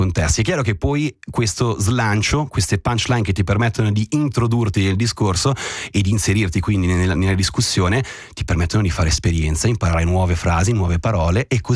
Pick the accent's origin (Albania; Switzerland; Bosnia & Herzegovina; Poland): Switzerland; perché da svizzero fiero, mi viene da dire, mi piacerebbe parlare bene tutte le lingue nazionali